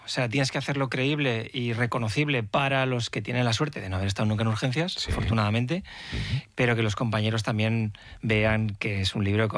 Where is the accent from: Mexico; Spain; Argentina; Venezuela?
Spain; Alcanadre, La Rioja; moved away as an adult; now in San Sebastián, Spain; Soy de Alcanadre, un pueblecito pequeño en la ribera del Ebro.